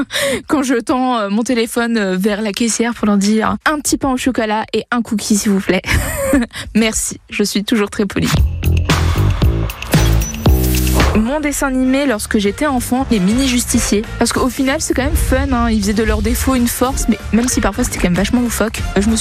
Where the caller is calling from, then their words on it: Dormans, Grand Est, France; Je sais que je suis de Dormans parce que les gens sont toujours surpris quand je dis que je suis Dormans. On est des dormanistes, très important de le préciser.